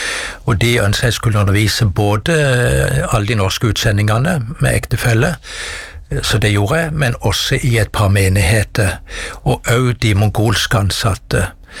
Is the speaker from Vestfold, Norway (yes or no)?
no; Mandal, Agder, Norway; i Mandal der jeg vokste opp.